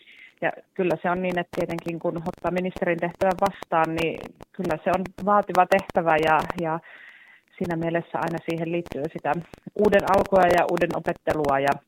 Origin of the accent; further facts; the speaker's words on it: Kuopio, North Savo, Finland; Ja toki myös sillä on iso merkitys, että olen Kuopiosta.